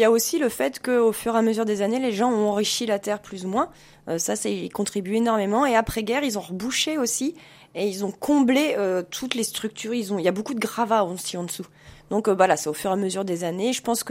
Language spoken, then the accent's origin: French; Blois, Centre-Val de Loire, France; Alors, je suis native de Blois. J'habite à Blois, je suis revenue vivre à Blois il y a un an et demi et j'étais habituée à vivre en campagne avec de la terre et je suis arrivée en appartement.